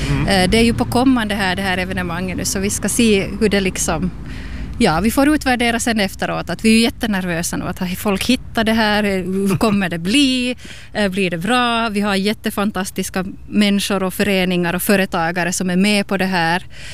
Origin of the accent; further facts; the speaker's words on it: Kristinestad, Ostrobothnia, Finland; när jag var ung här ännu i Kristinestad.